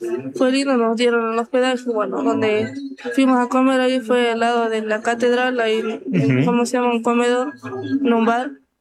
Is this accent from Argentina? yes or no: yes; Barranca Larga, Argentina; soy de Barranca Larga, soy de la escuela número 32.